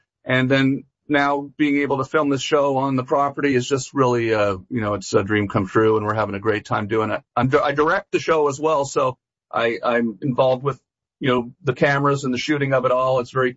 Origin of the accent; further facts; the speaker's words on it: Canada; A lot of the things that seem, you know, very, normal to me growing up in Canada is now beautiful